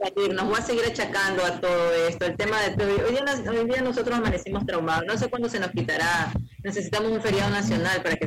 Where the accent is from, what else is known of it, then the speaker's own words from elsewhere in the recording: Ecuador; Ya nos queda aquí como ecuatorianos